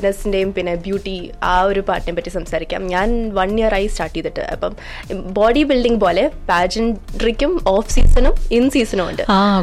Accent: Dubai, United Arab Emirates; also born or lived in India; ഞാൻ ജനിച്ചതും വളർന്നതും എല്ലാം ദുബായിലാണ്. I did my schooling here. ഞാൻ കോളേജിന് വേണ്ടിയാണ് നാട്ടിലേക്ക് പോയത്.

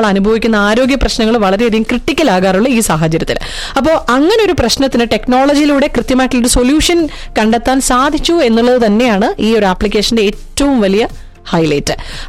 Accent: Kollam district, Kerala, India; പിന്നെ ഞാനും ഒരു കൊല്ലം ജില്ലക്കാരി ആയതുകൊണ്ട്

